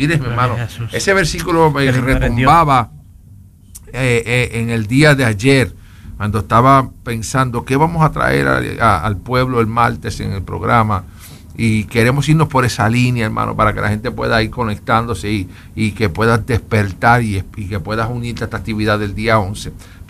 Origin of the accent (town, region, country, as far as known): Puerto Rico